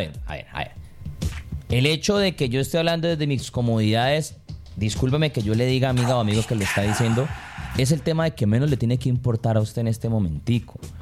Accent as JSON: {"language": "Spanish", "country": "Colombia", "said": "Yo como colombiano, y pregúntele a la mayoría de gente"}